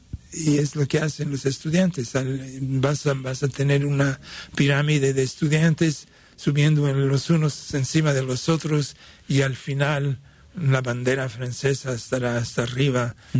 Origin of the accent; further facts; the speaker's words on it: Mexico City, Mexico; Yo estaba hablando con un amigo con quien crecí en México DF, y él se había mudado a París